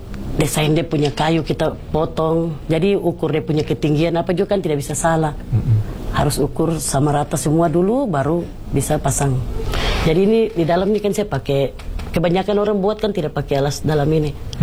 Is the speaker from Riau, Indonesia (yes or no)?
no; Papua, Indonesia; kami orang Papua.